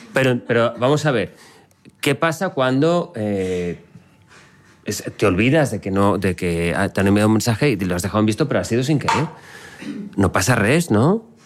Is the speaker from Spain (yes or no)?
yes; Valencian Community, Spain; Siendo yo valenciano es una expresión complicada.